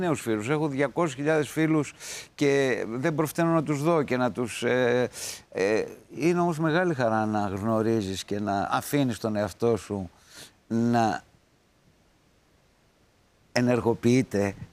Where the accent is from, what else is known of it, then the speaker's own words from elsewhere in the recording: Mytilene, North Aegean, Greece; moved away; Ναι, γεννήθηκα εκεί. Και μεγάλωσα εκεί.